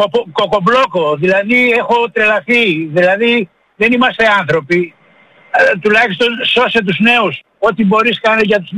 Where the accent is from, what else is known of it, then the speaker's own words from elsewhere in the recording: Thessaloniki, Central Macedonia, Greece; now in Neapoli, Greece; Γεννήθηκα και μεγάλωσα στη Θεσσαλονίκη, είμαι Μακεδόνας μέχρι τα Μπούνια. Η τύχη με έριξε να είμαι νταλικέρι στην Αθήνα και να μένω να κατοικώ στη Νεάπολη Λακωνίας.